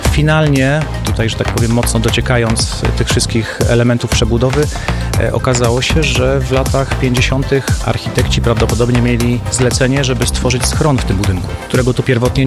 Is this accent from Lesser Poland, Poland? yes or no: no; Sosnowiec, Silesian Voivodeship, Poland; jestem z Sosnowca